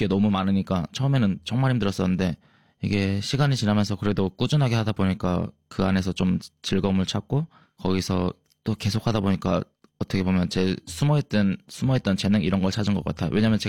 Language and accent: Korean; South Korea; 근데 하지만 저는 한국에서 자라왔기 때문에 그런 맛 경험들이 다 제 기억 속에 있기 때문에